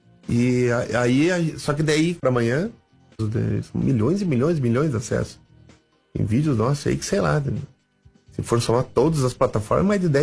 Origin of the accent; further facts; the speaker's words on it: Rio Grande do Sul, Brazil; now in Curitiba, Brazil; Eu sou gaúcho, como perder identidade, meio bairrista ainda, né? Tu vê, depois virei bairrista curitibano, hoje eu sou curitibano.